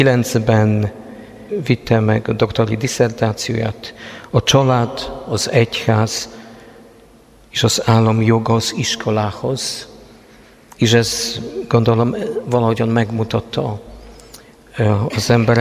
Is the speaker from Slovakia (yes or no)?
no; Poland; Hungarian is a second language; now in Hungary; A lengyel történészek, én lengyel vagyok, bevallom, vagy már most félig magyar